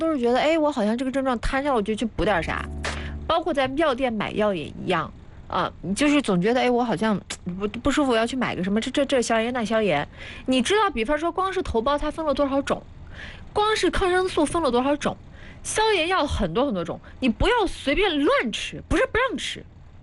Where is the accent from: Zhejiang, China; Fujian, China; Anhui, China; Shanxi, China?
Anhui, China; 我们这边你也知道，我们安徽这边啥东西都红烧啊，干煸啊，炖的。